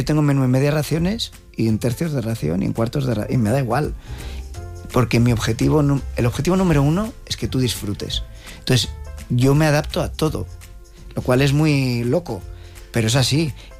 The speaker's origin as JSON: {"language": "Spanish", "country": "Spain", "said": "Porque somos españoles."}